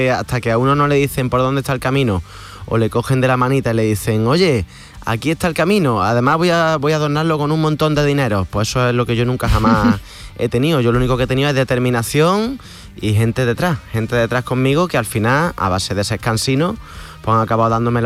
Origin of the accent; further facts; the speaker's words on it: Córdoba, Andalusia, Spain; me encanta Cádiz, pero yo soy de Córdoba.